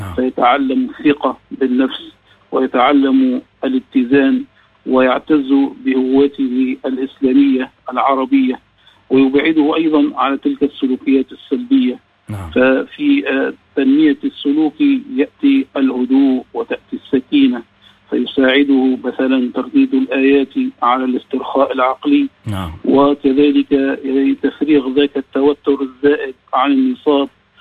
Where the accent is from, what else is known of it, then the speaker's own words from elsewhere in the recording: Msaken, Sousse Governorate, Tunisia; في بلدتنا مساكن